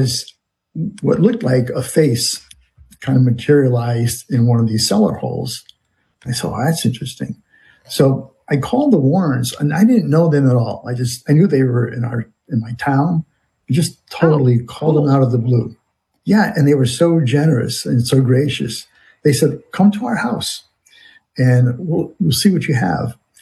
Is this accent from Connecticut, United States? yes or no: yes; Connecticut, United States; I grew up in New England, Connecticut specifically.